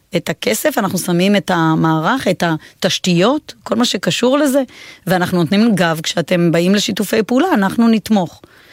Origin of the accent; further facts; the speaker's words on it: Venezuela; also born or lived in United States; now in Israel; חייתי המון שנים בחול, גם גדלתי בחול בוונצואלה.